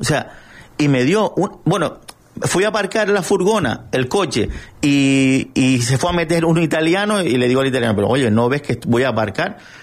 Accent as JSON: {"language": "Spanish", "town": "Playa Blanca", "region": "Canary Islands", "country": "Spain", "said": "como conejero, como además soy de Playa Blanca, mi familia es de Playa Blanca"}